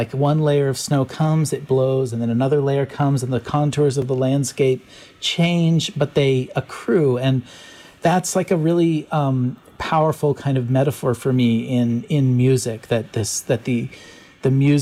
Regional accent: Alaska, United States; I was born and raised in Alaska, and I'm like really tight with snow and ice.

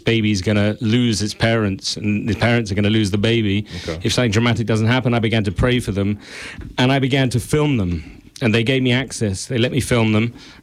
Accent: London, United Kingdom; I'm from London

